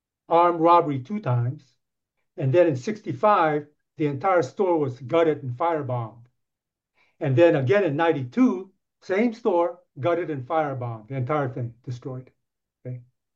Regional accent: Los Angeles, California, United States; I grew up in Crenshaw District in Los Angeles, Crenshaw and West Adams area, primarily African American area.

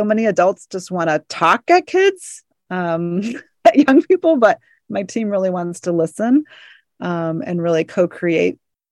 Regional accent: Illinois, United States; now in Ypsilanti, United States; I personally live in Ypsilanti, and I grew up in Illinois, actually

